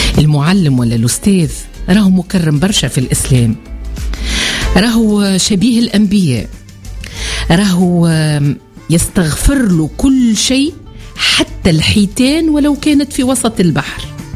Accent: Chebba, Mahdia Governorate, Tunisia; born there; وعمري 10 سنين نقرأ سنة 5 ابتدائي في المدرسة الابتدائية الحومة الشرقية بالشابة.

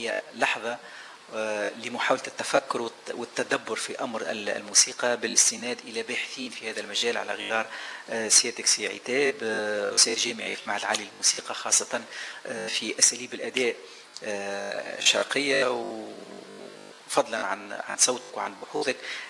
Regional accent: Tunisia; لهجتنا المحكية في تونس

